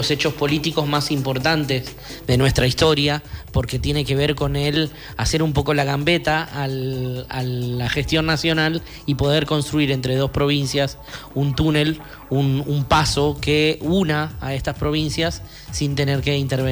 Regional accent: Córdoba, Argentina; yo vengo de allá de Córdoba, o de acá de Córdoba

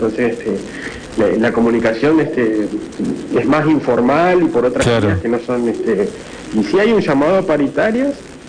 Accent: Argentina; Somos una montaña rusa, básicamente, Argentina, ¿no?

